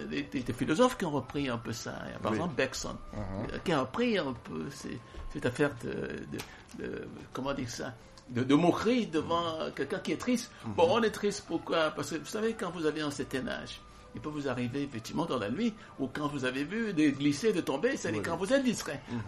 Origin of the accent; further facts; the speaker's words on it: Douala, Littoral, Cameroon; Douala, c'est ma ville. Je suis né à Douala.